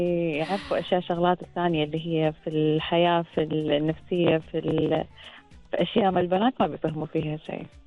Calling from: Bawshar, Muscat Governorate, Oman

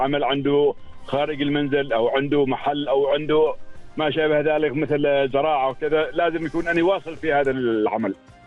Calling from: Ibri, Ad Dhahirah, Oman; أكلمك حاليا من ولاية عبري.

